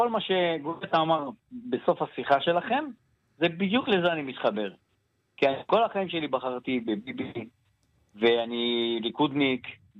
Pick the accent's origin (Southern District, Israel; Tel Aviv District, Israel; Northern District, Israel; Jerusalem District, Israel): Northern District, Israel; Kiryat Shmona; אני נולדתי פה, אני בן 58, ואני גדלתי על קטיושות, וגדלתי על חדירות של פתח ועל מה לא.